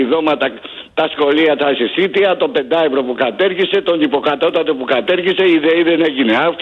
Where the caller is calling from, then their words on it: Greece; Εγώ σαν Έλληνας πολίτης